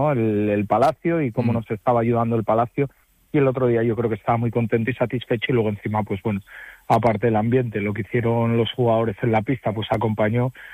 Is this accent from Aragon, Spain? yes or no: no; Asturias, Spain; somos asturianos